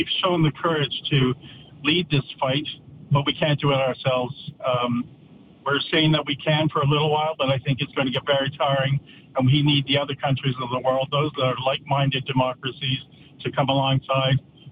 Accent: Canada; Well, as a Canadian, I'm very proud of what everyone is doing and our Prime Minister is doing.

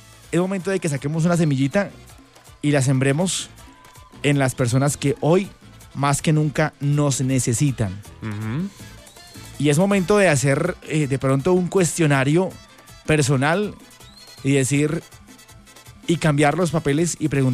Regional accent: Duitama, Boyacá, Colombia; con esa empatía que tenemos como buenos boyacenses, como buenos duitamenses, como buenos colombianos

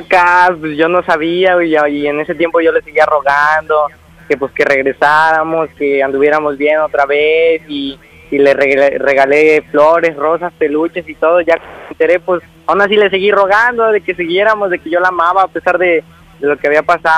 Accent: Xalapa, Veracruz, Mexico; a pesar de cuenta de que yo soy de Jalapa, pero me vine para mi santa.

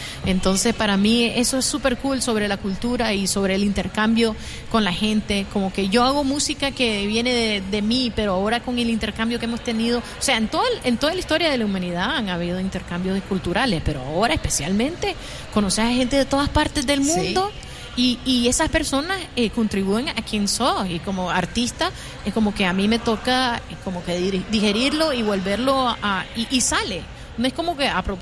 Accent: Nicaragua; now in Washington, D.C., United States; para mí, siendo de Nicaragua, que es una cultura muy chiquita, muy pequeña

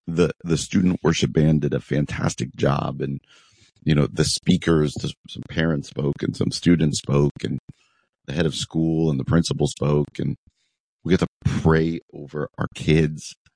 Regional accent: East Coast, United States; I grew up out on the East Coast, and we used to, we had school till June 20.

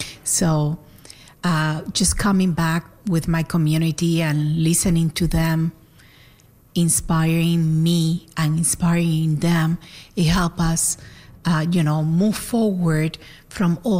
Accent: Guanabacoa, Havana, Cuba; moved away as an adult; I was born in Guanabacoa, Havana, Cuba. I left like about 20, 21 years old.

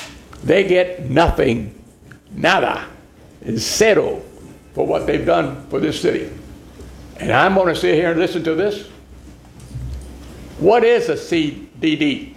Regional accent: Tampa, Florida, United States; I was raised in Ybor City.

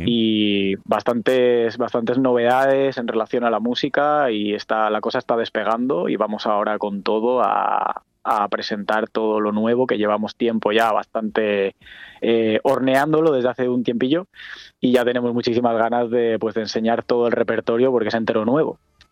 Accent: Santander, Cantabria, Spain; Sí, yo soy de allí, soy de Santander, soy cantautor.

